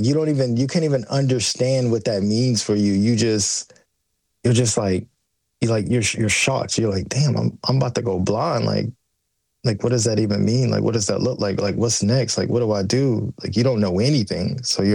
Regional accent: Georgia, United States; growing up in Georgia, like we have woods, a lot of woods everywhere.

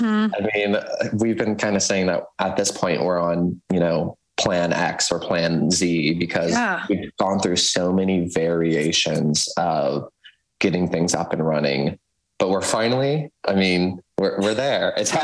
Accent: St. Louis, Missouri, United States; So I am from St. Louis originally. So grew up here. My whole family's here.

